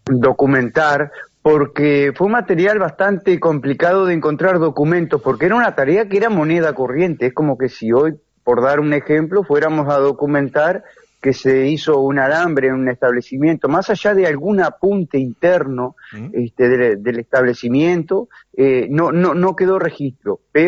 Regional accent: Cerro Largo, Uruguay; also born or lived in Río Branco; de muchos años … de Cuchilla Grande. Así que, por lo tanto, nací en Río Branco, fue un capricho de mi madre, de ir a darme a luz a Río Branco, pero una vida en la Cuchilla Grande.

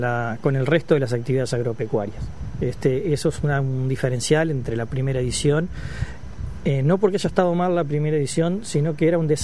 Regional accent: Uruguay; nosotros, Uruguay

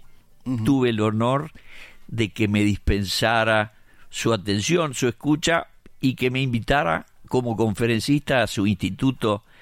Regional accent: Montevideo, Uruguay; born there

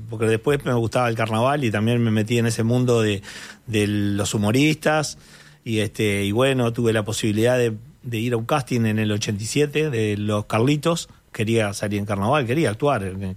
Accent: Montevideo, Uruguay; que soy oriundo del Cerro

